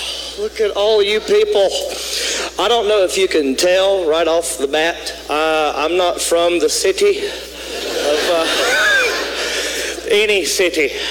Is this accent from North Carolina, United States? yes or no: yes; Hickory, North Carolina, United States; I'm from a little town in North Carolina. It's called Hickory. And that's how you have to say it. You gotta shake your head when you say Hickory. I'm from Hickory.